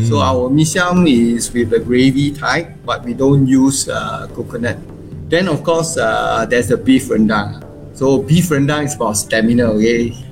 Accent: Singapore; I'm a Peranakan, a Baba. You know, but first and foremost, I'm a Singaporean.

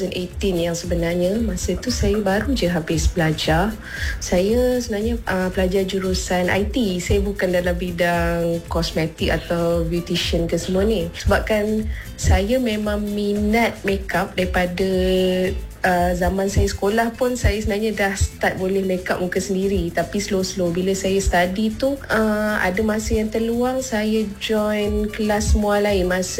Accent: Kuala Lumpur, Malaysia; bila saya dah balik KL, orang dah start hire saya untuk yang makeup dekat area KL lah pula, sebab saya memang asal Kuala Lumpur.

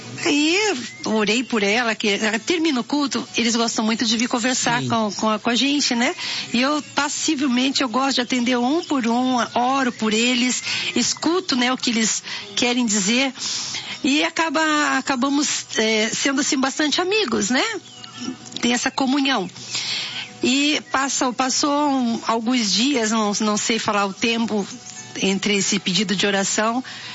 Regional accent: São Paulo, Brazil; also born or lived in Bahia; Porém, fui criada em São Paulo.

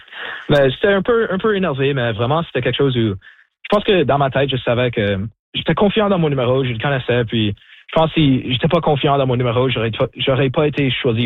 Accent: Sault Ste. Marie, Ontario, Canada; French is a second language; j'étais un peu nerveux parce que je viens de Sault-Saint-Marie, donc j'étais toujours dans ma tête que c'est comme, ah, c'est mon français, c'est pas aussi bon que le français des autres.

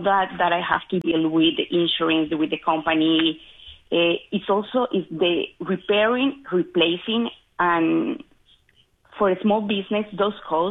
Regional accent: Colombia; English is a second language; moved away as an adult; now in Montreal, Canada; I'm from Colombia.

